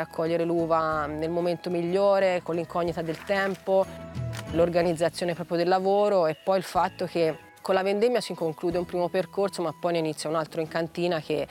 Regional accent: Bolgheri, Tuscany, Italy; Io sono nata e cresciuta a Bolgheri, nella campagna bolgherese, dove la mia famiglia è arrivata negli anni 50, quando mio nonno acquistò dei terreni dal marchese Incisa della Rocchetta, come tantissime altre famiglie marchigiane

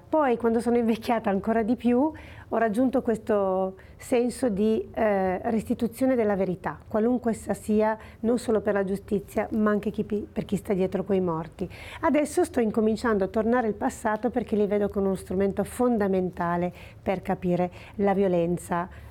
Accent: Pontestura, Piedmont, Italy; al mio paese natio, che è Pontestura, che è vicino a Casale Monferrato, nel Pontestura

